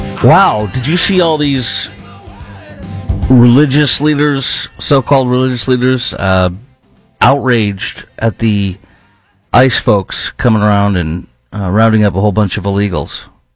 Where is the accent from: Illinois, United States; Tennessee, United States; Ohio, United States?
Illinois, United States; Chicago; moved away; John Paul II was the Pope John Paul II was the hero of the Polish of my Polish family growing up in Chicago.